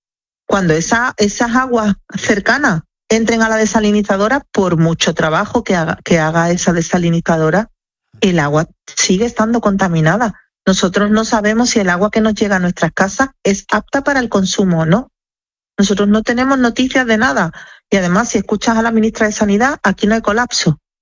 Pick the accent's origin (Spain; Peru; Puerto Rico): Spain; Se cuestiona que como estamos fuera del territorio peninsular, pues no somos tan españoles como los demás, cosa que es absolutamente incierta.